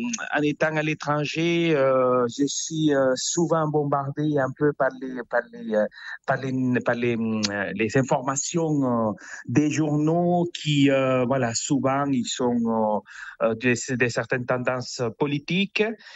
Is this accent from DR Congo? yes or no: no; Venezuela; moved away; J'ai quitté le Venezuela il y a plus de 20 ans. J'ai une sœur qui habite au Chili, j'ai des nièces qui sont aux États-Unis, en République dominicaine.